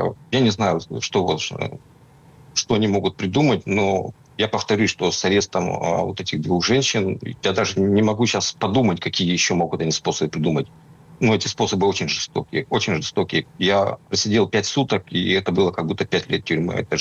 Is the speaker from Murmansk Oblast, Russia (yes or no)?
yes; Murmansk Oblast, Russia; я сам из Мурманской области, где много промышленных гигантов